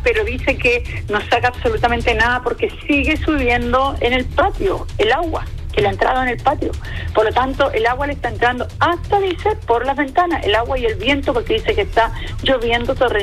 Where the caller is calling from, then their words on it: Maipú, Santiago Metropolitan Region, Chile; le estoy llamando desde Santiago, yo vivo acá, ¿ya?, en Maipú, la región metropolitana.